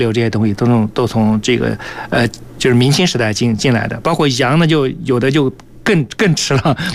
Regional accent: China; 我们中国人

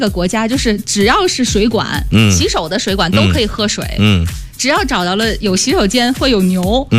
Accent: China; 咱们其实作为中国人出去旅游啊

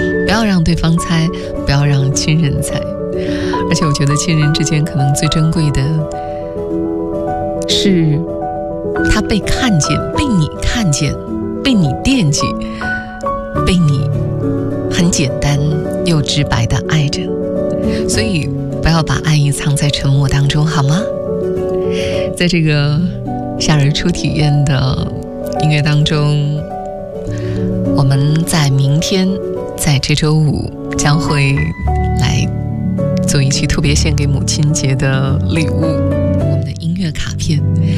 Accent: China; 我们中国人

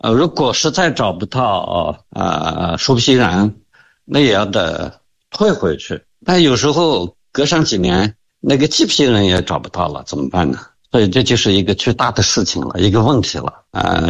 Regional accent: China

